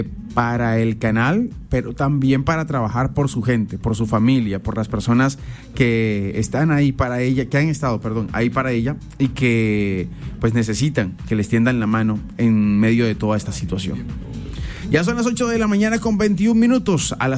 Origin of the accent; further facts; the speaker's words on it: Colombia; nos llena de orgullo como colombianos